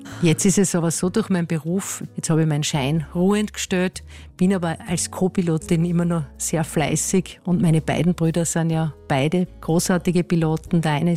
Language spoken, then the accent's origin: German; Styria, Austria; weil da im Enstal, wo ich aufgewachsen bin, die Fliegerei eine besondere Bedeutung hatte, das Segelfliegen eine Bedeutung hatte.